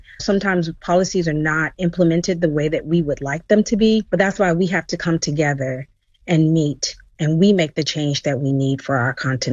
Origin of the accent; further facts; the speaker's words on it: Gambia; born there; You know, I was born in the Gambia. I live in the Gambia. My children are Gambians. My husband is Gambian.